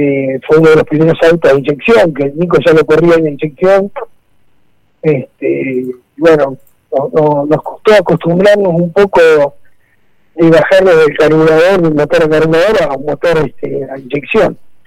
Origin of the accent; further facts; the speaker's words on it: Santa Fe, Argentina; now in Pergamino, Argentina; yo vengo de Santa Fe, no soy nativo de Pergamino, soy nativo de un pueblito de Santa Fe y allá se corría mucho el tema pista